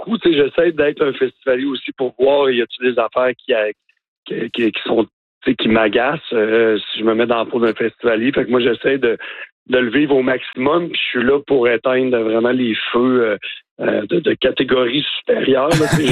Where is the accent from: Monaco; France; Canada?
Canada; Baie-Saint-Paul, Quebec; on est born and raised, là, on est de Baie-Saint-Paul, fait qu'on connaît les gens